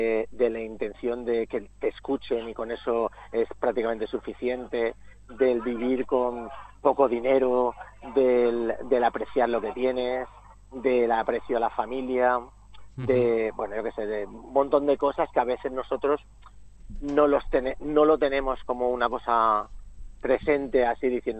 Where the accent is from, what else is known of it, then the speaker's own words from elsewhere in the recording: Huesca, Aragon, Spain; Yo de Huesca.